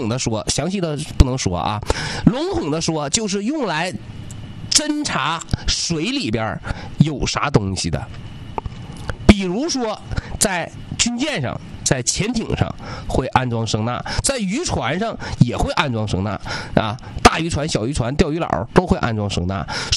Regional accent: Jilin, China; 咱们吉林

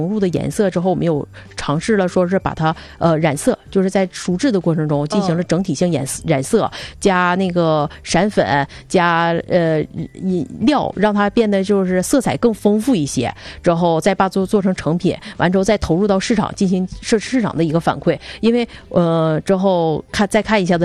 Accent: Northeast China, China; 咱们东北的这个八大怪

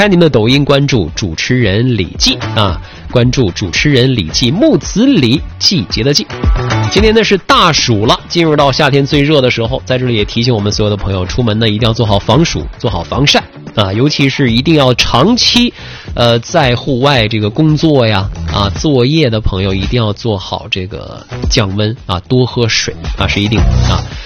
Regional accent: Northeast China, China; 我们东北这边

